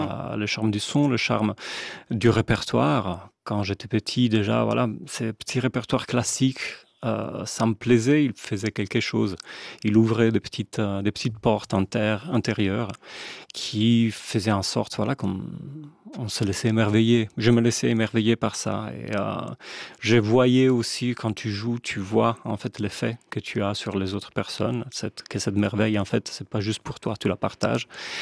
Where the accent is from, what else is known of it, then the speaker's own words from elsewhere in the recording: Como, Lombardy, Italy; moved away as an adult; now in Switzerland; je suis italien, je viens de Como, ma ville natale est Como, où j'ai vécu jusqu'à mes 25 ans, avant d'aménager ici en Suisse romande.